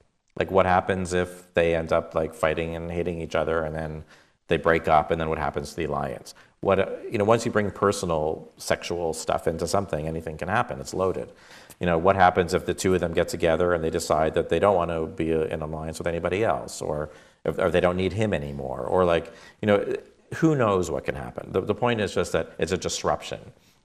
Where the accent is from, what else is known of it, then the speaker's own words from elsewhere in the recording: Toronto, Ontario, Canada; I was very influenced by growing up in Canada, which is, I grew up in Toronto